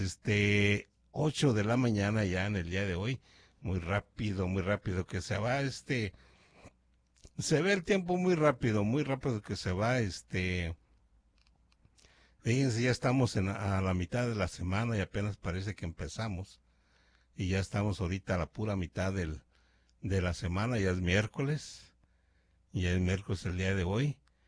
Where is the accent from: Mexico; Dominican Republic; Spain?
Mexico